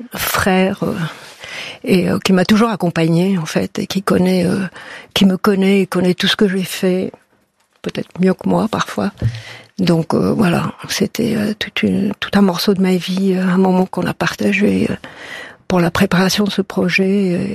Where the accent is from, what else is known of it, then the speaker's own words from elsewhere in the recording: France; on est des … from France, comme c'est marqué sur l'affiche.